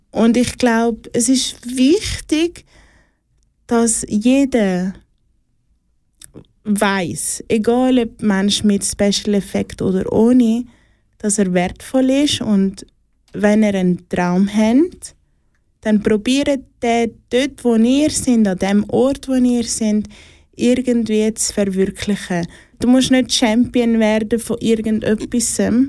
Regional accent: Zurich, Switzerland; born there

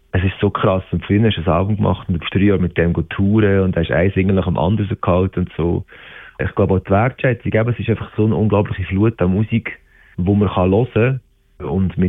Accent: Switzerland; dass man als Schweizer Künstler nicht mehr durchkommt

